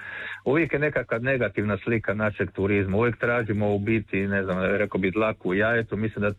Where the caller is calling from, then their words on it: Mali Lošinj, Primorje-Gorski Kotar County, Croatia; vama i svim slušateljima Radio Rijeke sa otoka Lošinja, otoka Vitalnosti.